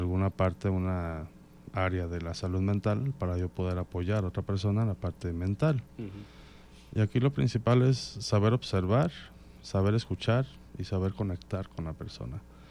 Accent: Mexico; Pero eso es lo principal de cómo nosotros como, digamos, como mexicanos, nos representa eso.

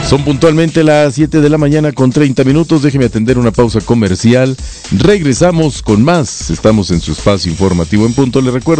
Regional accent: Mexico; todos nosotros como mexicanos

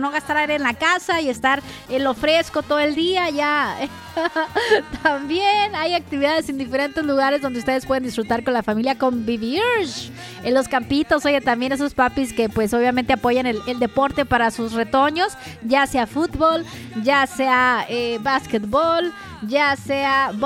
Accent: Sinaloa, Mexico; Somos mexicanos, ajúa. Somos, y luego orgullosamente, sinaloenses.

